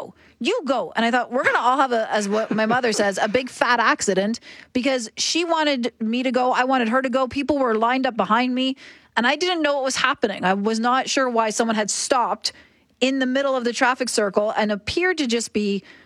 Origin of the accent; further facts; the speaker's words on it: Oshawa, Ontario, Canada; I was born and raised in Oshawa, Ontario. We didn't have traffic circles or roundabouts, so I didn't grow up in them.